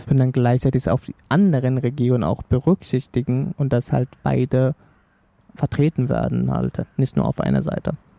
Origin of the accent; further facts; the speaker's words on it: Senegal; German is a second language; now in Germany; die auch ihre Eltern aus meiner Heimat in der Nähe kommt, in Senegal.